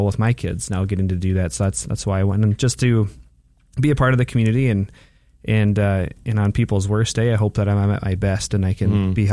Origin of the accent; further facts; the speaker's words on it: Windom, Minnesota, United States; moved away; Windham, Minnesota, my hometown